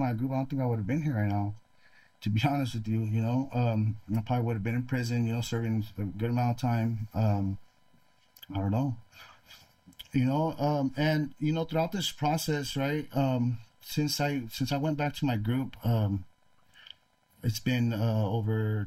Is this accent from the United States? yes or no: yes; California, United States; I'm like, I'm not even from out here. I'm from Northern California.